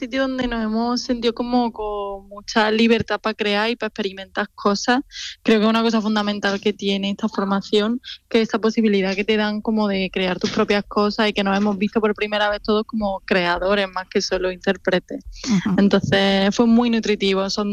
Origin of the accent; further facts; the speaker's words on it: Granada, Andalusia, Spain; yo soy de Granada.